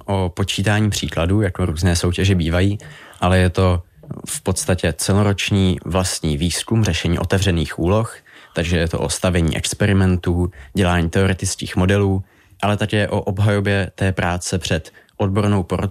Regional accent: Plzeň, Plzeň Region, Czechia; My jsme tedy dva z Plzně, ale poté dva naši členové tak jsou z Prahy a jeden až tam na východě za Ostravou bydlí.

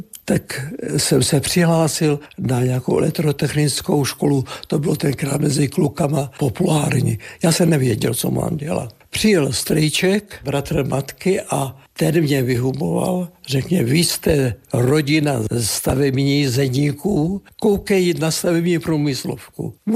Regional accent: Hradec Králové, Hradec Králové Region, Czechia; A jsem rád, že jsem nakonec zakotvil ve svém rodné městě Hradci Králové

